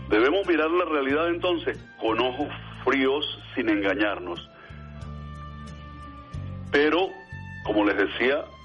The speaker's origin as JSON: {"language": "Spanish", "country": "Venezuela", "said": "Una frase muy útil para nosotros los venezolanos"}